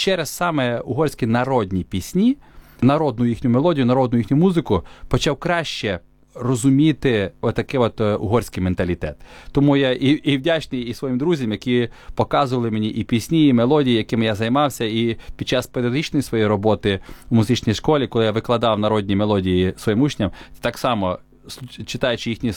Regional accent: Khust, Zakarpattia Oblast, Ukraine; moved away as an adult; now in Hungary; Тому що я є українець. Я народився в Україні, моє серце українське, я звідти, в мене там батьки, я там виріс, я українець.

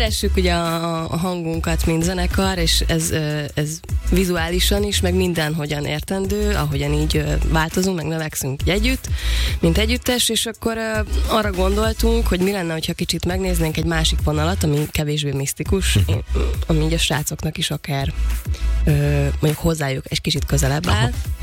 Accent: Zsámbék, Pest, Hungary; Egyébként én is Zsámbékon nőttem föl, és akkor ott van egy nagyon szép kert, ahol tudunk lenni.

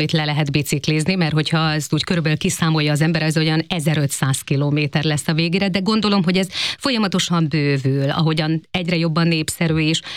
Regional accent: Great Hungarian Plain, Hungary; én alföldi lány vagyok

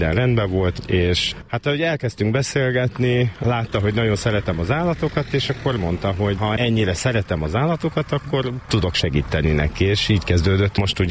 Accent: Odorheiu Secuiesc, Harghita, Romania; also born or lived in Székesfehérvár, Hungary; now in Sárszentmihály, Hungary; Erdélyből származom, Székelyudvarhelyről, és akkor kiköltöztem ide Székesfehérvárra még anno szülőkkel

